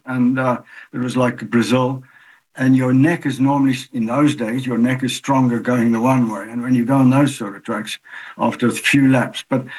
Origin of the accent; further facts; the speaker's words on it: South Africa; I grew up in South Africa, and yes. South Africa was racing right all the time. I mean, in our little hometown.